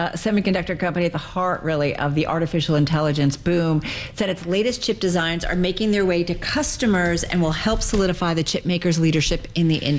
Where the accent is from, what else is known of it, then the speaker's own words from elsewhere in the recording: New Jersey, United States; Actually, in my home state, not politics, but maybe a little bit of a discovery.